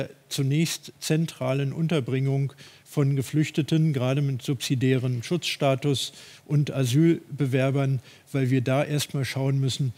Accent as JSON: {"language": "German", "region": "Mecklenburg-Vorpommern", "country": "Germany", "said": "Ich komme nicht nur aus dem Gesundheitsbereich, sondern auch aus dem Landkreis Ludwigslust-Parchim"}